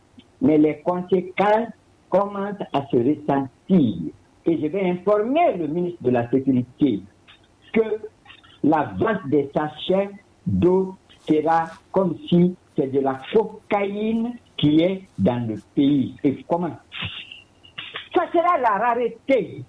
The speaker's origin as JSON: {"language": "French", "town": "Lola", "region": "Nzérékoré Region", "country": "Guinea", "said": "Chez moi, à Lola"}